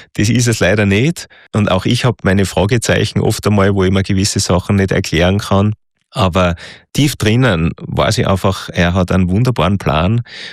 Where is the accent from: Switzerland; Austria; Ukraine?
Austria; Nein, das war ein großer Krieg, also bei uns in Österreich vor allem zwischen die zwei Verbände.